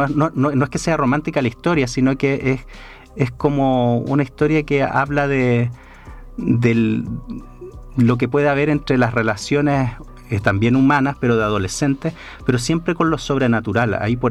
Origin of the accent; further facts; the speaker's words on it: Chillán, Ñuble, Chile; born there; Yo, que nací en Chillán